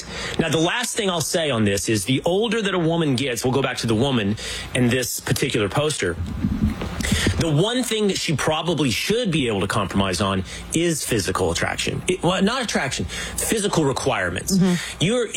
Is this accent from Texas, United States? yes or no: yes; Sherman, Texas, United States; So I grew up in Sherman, Texas. 30,000 people, right?